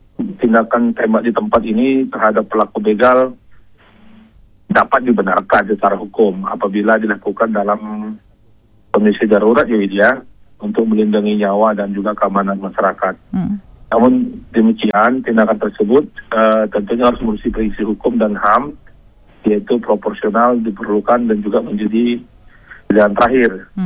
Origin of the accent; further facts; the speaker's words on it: North Sumatra, Indonesia; Kebetulan saya orang Sumatera Utara, ya.